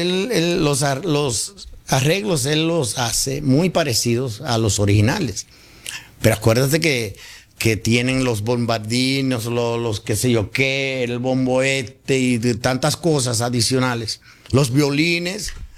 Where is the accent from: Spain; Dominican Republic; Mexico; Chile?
Dominican Republic; Cibao; yo soy cibaeño, yo sé lo que le gusta al cibaeño.